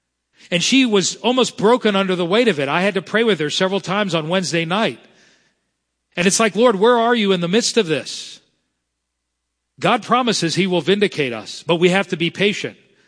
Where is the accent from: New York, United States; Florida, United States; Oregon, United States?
Florida, United States; I don't know much about farming because I grew up in South Florida